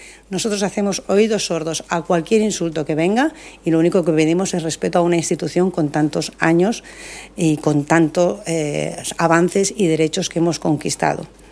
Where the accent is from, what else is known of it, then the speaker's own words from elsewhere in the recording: Catalonia, Spain; además se lo digo como catalana.